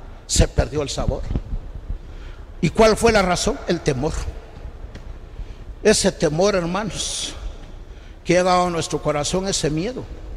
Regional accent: Guatemala; Soy guatemalteco.

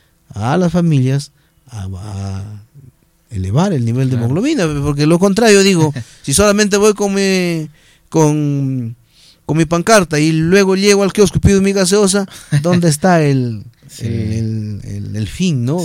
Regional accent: Peru; Yo vengo del país más cochino de América Latina, vengo de Perú.

